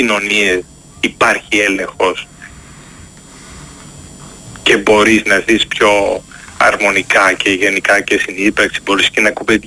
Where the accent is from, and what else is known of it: Greece; also born or lived in Athens; now in Germany